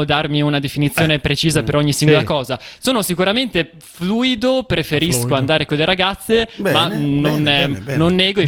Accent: Naples, Campania, Italy; moved away; Io di Napoli, sì, io davvero sono molto molto molto contento di essermi andato dall'Italia

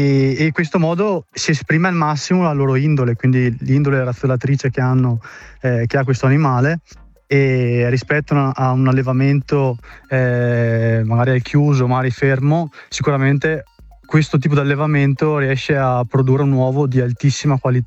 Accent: Badia Calavena, Veneto, Italy; Io sono di Badia Calavena

